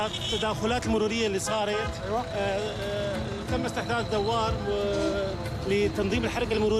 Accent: Syria; نحن سوريين

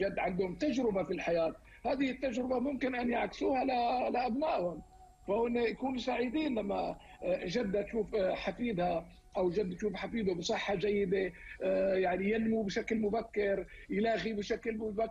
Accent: Algeria; عندنا في الجزائر

